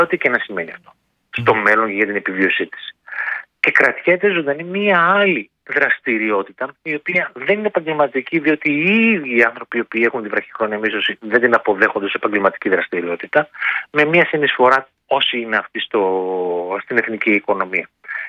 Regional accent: Drama, Eastern Macedonia and Thrace, Greece; Εγώ είμαι από τη Δράμα

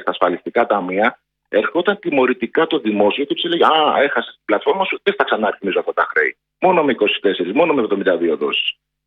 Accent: Kardamyli, Peloponnese, Greece; Και σας περιμένω και στο χωριό μου στην Καρδαμίλη, στη Μάνη, να περάσουμε ωραία όσες μέρες θέλετε.

